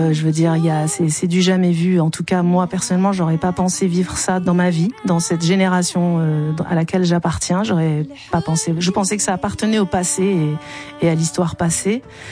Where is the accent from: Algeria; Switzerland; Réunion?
Algeria